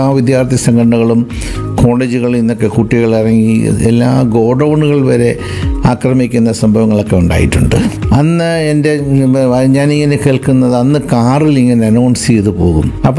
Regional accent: Kollam, Kerala, India; ശരി, ഞാൻ ജനിച്ചതും വളർന്നതും തുണക്കം എന്ന് പറയുന്നത് കൊല്ലം നഗരത്തിലെ ജോനകപ്പുറം എന്ന് പറയുന്ന ഒരു തീരപ്രദേശത്താണ്.

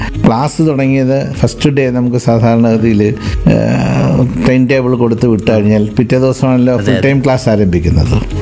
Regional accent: Kollam, Kerala, India; ഞാൻ ജനിച്ചതും വളർന്നതും തുണക്കം എന്ന് പറയുന്നത് കൊല്ലം നഗരത്തിലെ ജോനകപ്പുറം എന്ന് പറയുന്നൊരു തീരപ്രദേശത്താണ്. അവിടെയാണ് എൻ്റെ അച്ഛനും അച്ഛൻ്റെ വാപ്പയും വാപ്പയുടെ വന്നെങ്കിൽ പിതാവിൻ്റെ വാപ്പയും ഒക്കെ താമസിച്ച് വളർന്നതൊക്കെ അവിടുന്ന്.

